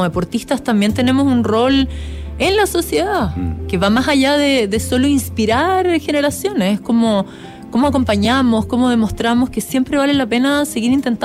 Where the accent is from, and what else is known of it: Chile